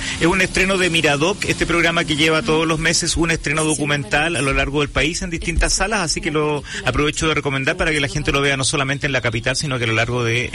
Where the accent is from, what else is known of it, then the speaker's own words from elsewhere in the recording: Chile; porque justamente habla de cómo somos los chilenos respecto a esto.